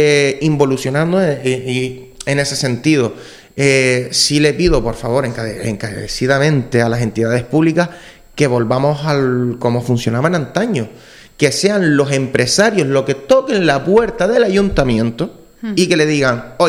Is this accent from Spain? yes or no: yes; Santa Brígida, Canary Islands, Spain; Romería de Santa Brígida, que es mi pueblo.